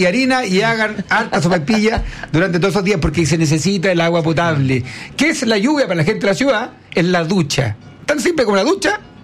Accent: Huelquén, Santiago Metropolitan Region, Chile; born there; Me siento en Huelquén, mi pueblo natal.

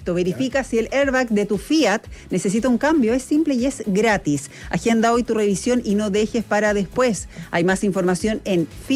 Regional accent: Chile

